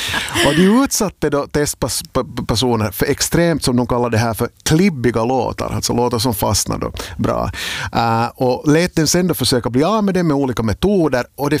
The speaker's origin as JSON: {"language": "Swedish", "country": "Finland", "said": "det här är inte bara något som vi finländare lider av förstås"}